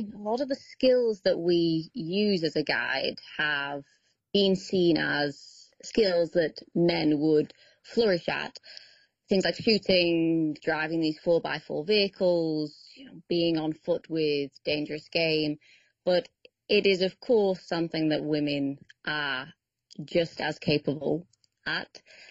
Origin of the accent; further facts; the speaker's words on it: England, United Kingdom; moved away as an adult; now in South Africa; But growing up in England, I didn't realize this was a career path I could follow. And after finishing my studies in the UK, I came out to South Africa for a little bit of conservation volunteer work